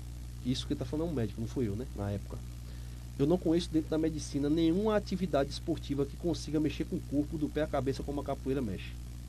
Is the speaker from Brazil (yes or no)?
yes; Salvador, Bahia, Brazil; sou natural de Salvador, Bahia, Brasil